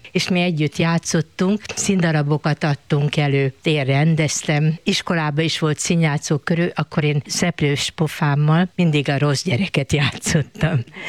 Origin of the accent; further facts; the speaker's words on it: Budapest, Hungary; 75 éve ugye itt lakom, hát együtt nőttem föl a vérmező fáival, és itt van az iskola is, hogy jó előtte elmenni, hát ide jártam.